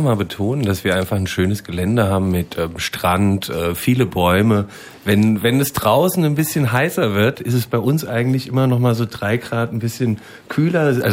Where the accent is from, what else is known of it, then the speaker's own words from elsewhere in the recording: Mühlheim am Main, Hesse, Germany; Also ich bin Lämmerspieler.